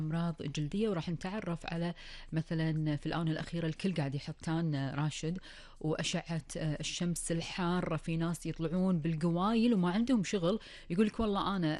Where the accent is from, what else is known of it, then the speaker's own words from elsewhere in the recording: Kuwait; اليوم أول فقرة من فقرات برنامج الإذاعة راح نتكلم عن أخبار الديرة وآخر المستجدات في ديرتنا الحبيبة الكويت